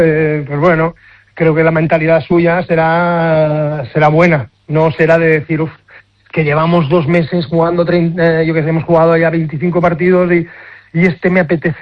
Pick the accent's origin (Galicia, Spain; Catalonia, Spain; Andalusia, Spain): Catalonia, Spain; Badalona